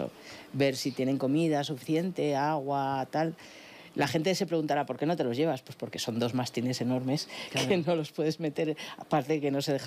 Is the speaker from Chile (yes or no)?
no; El Hoyo de Pinares, Castile and León, Spain; al otro lado está mi pueblo, que es el Hoyo de Pinares, que es el primer pueblo de la provincia de Ávila.